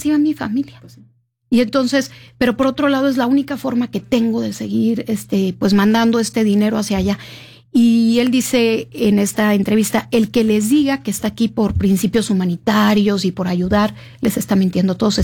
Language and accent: Spanish; Mexico; Que eso nos tiende a suceder a los mexicanos cuando pensamos en países quizá como China o como